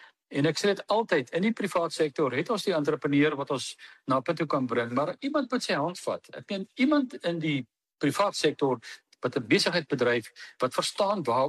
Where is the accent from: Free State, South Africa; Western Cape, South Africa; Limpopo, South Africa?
Western Cape, South Africa; George; ook in my area waar ek vandaan kom, hoeveel gemeenskapsale is daar? Ek dink as 'n stuk of 14 gemeenskapsale reg oor die Breer George area.